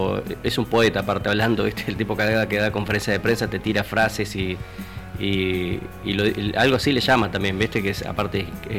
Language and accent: Spanish; Argentina